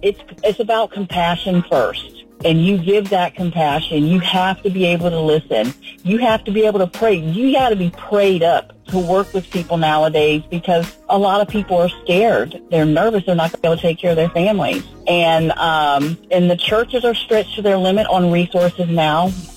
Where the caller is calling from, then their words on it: Green Cove Springs, Florida, United States; I'm chiming in from Green Coast Springs, Florida again on this topic.